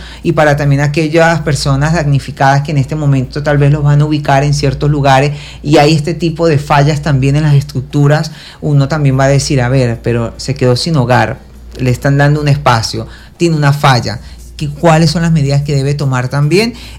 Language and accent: Spanish; Venezuela; Todos somos hermanos venezolanos y nos sentimos afectados